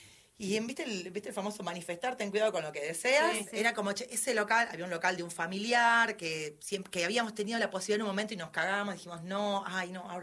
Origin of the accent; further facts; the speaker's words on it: Buenos Aires, Argentina; Yo soy de Buenos Aires, como comentaba antes, y me crié en la Bond Street, que es una galería que los que conocen es la galería alternativa.